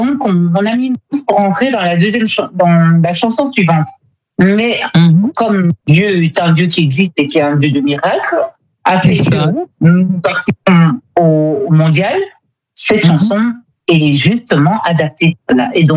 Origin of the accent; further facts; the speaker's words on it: DR Congo; Je suis congolaise.